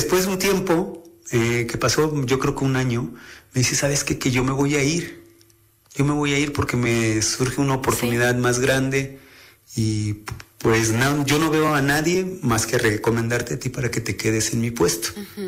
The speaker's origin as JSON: {"language": "Spanish", "town": "Oriental", "region": "Puebla", "country": "Mexico", "tie": "born or raised there", "also_born_or_lived": "Xalapa", "said": "Pues yo nací en Jalapa, Veracruz, pero toda mi vida he vivido en Oriental."}